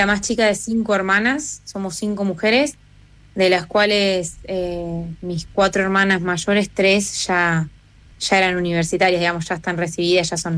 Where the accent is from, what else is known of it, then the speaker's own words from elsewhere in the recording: La Pampa, Argentina; moved away as an adult; also born or lived in Villa Mercedes, San Luis; yo apenas terminé el secundario, me fui a vivir a Villa Mercedes sola, digamos, era todo nuevo porque yo soy de La Pampa y de un pueblito chiquito